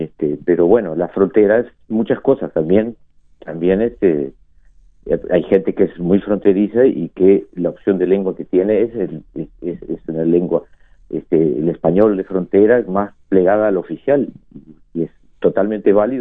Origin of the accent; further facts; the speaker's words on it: Uruguay; Somos gente de Cerro Largo, de Rivera y Artigas.